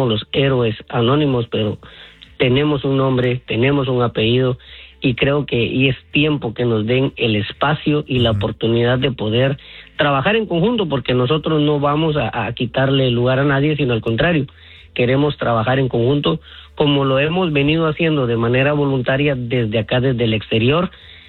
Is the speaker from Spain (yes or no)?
no; Guatemala; moved away; porque nosotros salimos de Guatemala, pero Guatemala no ha salido de nosotros, y estamos pendientes de todas las situaciones que están pasando